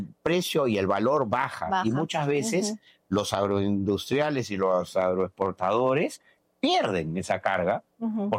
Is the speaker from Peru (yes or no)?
yes; Peru; los peruanos somos capaces.